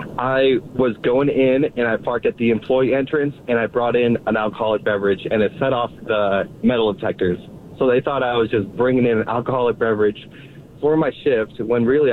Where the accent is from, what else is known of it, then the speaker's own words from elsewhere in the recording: Big Bear, California, United States; I grew up in Big Bear.